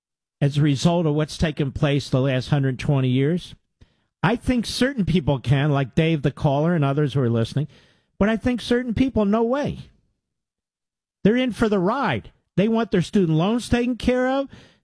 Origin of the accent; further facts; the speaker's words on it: Pennsylvania, United States; Yeah, I'm from Montgomery.